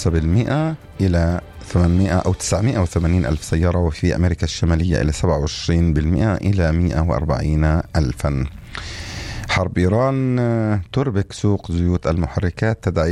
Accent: West Bank, Palestine; بس غالبا يعني السيارات عندنا في الضفة مش كتير بتنسرق

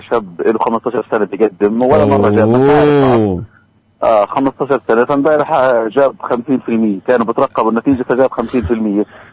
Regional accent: Palestine; إحنا الشعب الفلسطيني

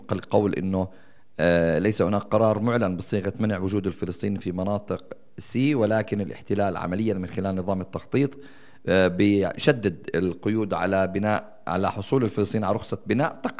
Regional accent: Palestine; إحنا كمنظومة كفلسطينيين

